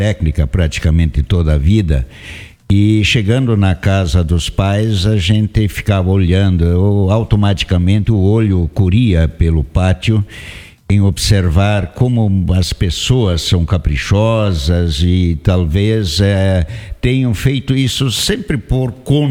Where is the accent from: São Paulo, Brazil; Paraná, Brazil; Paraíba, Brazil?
Paraná, Brazil; Iporã; born there; moved away; E logo aqui em Iporã, onde era a minha terra, eu sempre quis voltar porque eu estive o resto do tempo fora.